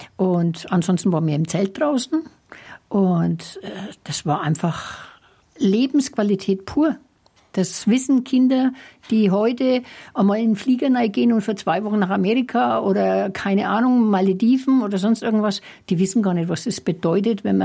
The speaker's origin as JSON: {"language": "German", "town": "Schwabach", "region": "Bavaria", "country": "Germany", "tie": "born or raised there", "also_born_or_lived": "Kelheim"}